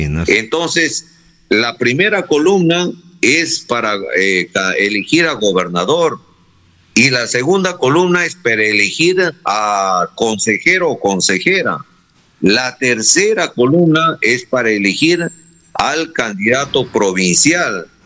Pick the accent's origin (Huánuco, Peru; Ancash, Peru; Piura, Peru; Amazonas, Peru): Amazonas, Peru